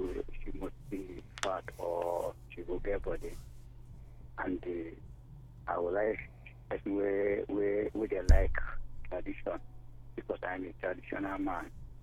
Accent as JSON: {"language": "English", "region": "Anambra", "country": "Nigeria", "said": "from Anambra State. I am 45 years old."}